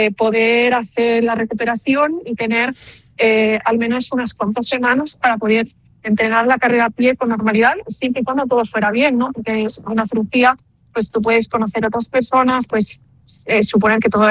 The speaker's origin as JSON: {"language": "Spanish", "town": "Vigo", "region": "Galicia", "country": "Spain", "tie": "born or raised there", "said": "Sí, porque yo soy de Galicia, nací en Vigo, he vivido toda, hasta ahora siempre aquí, he desarrollado toda mi carrera deportiva en Galicia"}